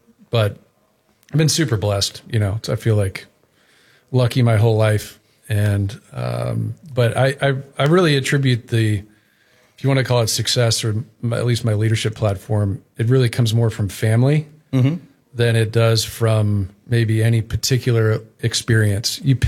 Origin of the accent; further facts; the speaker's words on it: Texas, United States; moved away; I'm the son of a Bronx. While I grew up in Texas, this part of the country, you know, New York, New Jersey, is really in my blood.